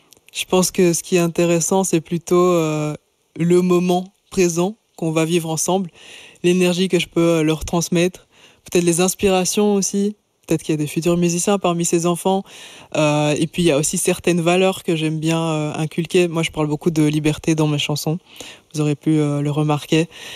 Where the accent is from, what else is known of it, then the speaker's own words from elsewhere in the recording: Liège, Wallonia, Belgium; now in Brussels, Belgium; de base, je suis liégeoise